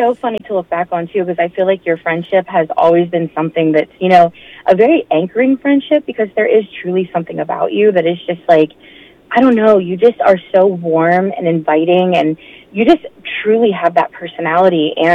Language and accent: English; Pennsylvania, United States; Yes, I grew up south of Pittsburgh.